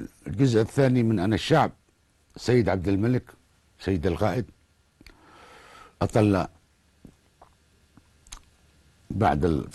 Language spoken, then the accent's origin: Arabic; Yemen; وكما يقال عندنا في اليمن